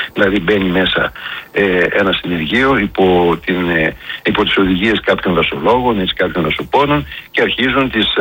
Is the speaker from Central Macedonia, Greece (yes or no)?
yes; Thessaloniki, Central Macedonia, Greece; είμαι Θεσσαλονικιός